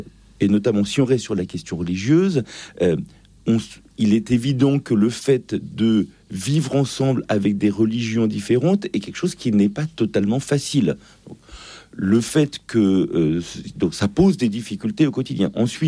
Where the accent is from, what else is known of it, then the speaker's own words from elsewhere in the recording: Massy, Île-de-France, France; moi, ma commune, j'ai grandi à Massy. Quand je suis arrivé à Massy, à ma naissance, en 70, la population était blanche, il y avait de fait... pas de musulmans visibles